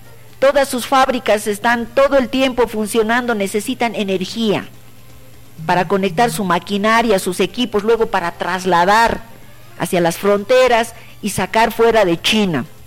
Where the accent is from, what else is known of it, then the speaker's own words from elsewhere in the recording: Bolivia; nosotros somos acá pinches 12 millones de bolivianos.